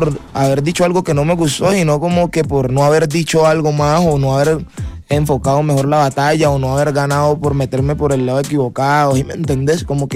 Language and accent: Spanish; Valle del Cauca, Colombia; Que somos varios freestylers del Valle